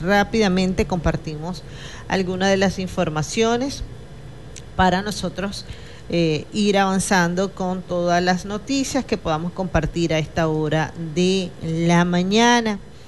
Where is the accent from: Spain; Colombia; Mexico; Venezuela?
Venezuela; de lo que somos capaces los venezolanos